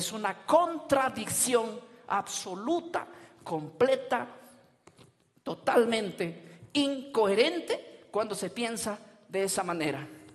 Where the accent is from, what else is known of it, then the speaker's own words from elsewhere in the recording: Rodríguez de Mendoza, Amazonas, Peru; born there; Ahora yo soy pueblo de Dios. ¿Soy israelita o no lo soy? No nací en Israel, nací en Rodríguez de Mendoza.